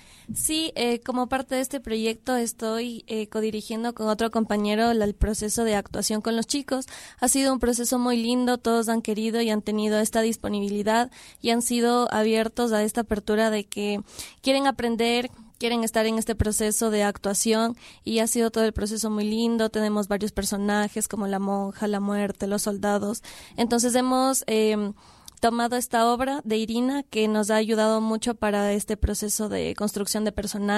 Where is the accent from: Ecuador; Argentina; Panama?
Ecuador; Quito, Pichincha; Sí, somos varios jóvenes de Quito, somos alrededor de 15 personas que estamos en el elenco.